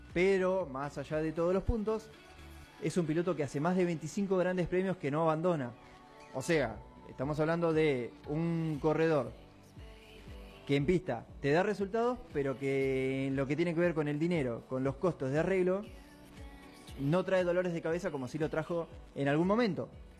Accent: Argentina

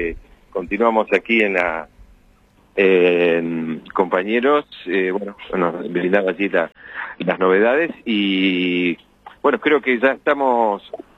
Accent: Bahía Blanca, Buenos Aires Province, Argentina; nosotros somos de Bahía Blanca

